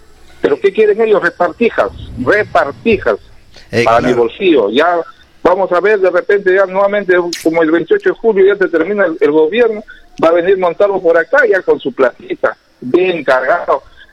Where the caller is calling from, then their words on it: Peru; todos somos peruanos.